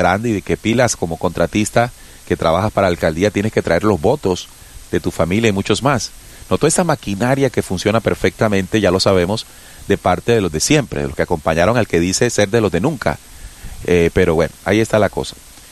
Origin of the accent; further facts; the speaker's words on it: Colombia; como colombiano común y corriente